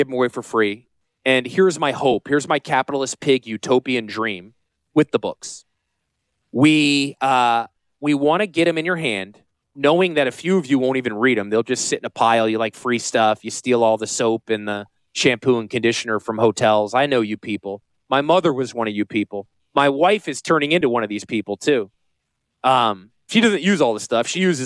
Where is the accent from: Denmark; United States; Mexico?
United States; Connecticut; now in South Carolina, United States; I'm from Connecticut. I could say this. Look, you're amongst friends, but when I moved here, I was shocked at the degree of hospitality and openness that this state accepted me with, right?